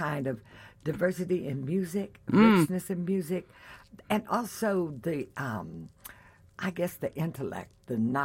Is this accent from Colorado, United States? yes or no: yes; Denver, Colorado, United States; Yeah, I grew up in Five Points, honey.